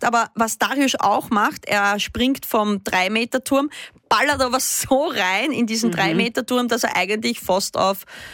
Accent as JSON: {"language": "German", "country": "Austria", "tie": "born or raised there", "said": "ich bin ja auch immer mit 15 da in dieses Bad in Dernitz, wo ich aufgewachsen bin, gegangen"}